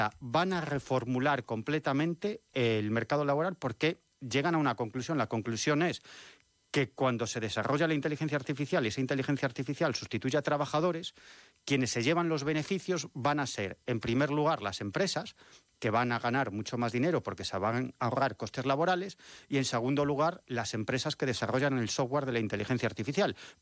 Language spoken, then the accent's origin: Spanish; Galicia, Spain